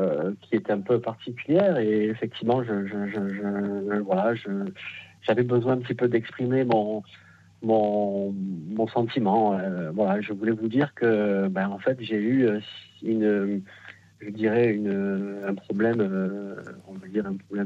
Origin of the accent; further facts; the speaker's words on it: Marseille, Provence-Alpes-Côte d'Azur, France; Marseille. Bon là je suis à Colmar en déplacement professionnel, mais effectivement je suis natif du sud de la France.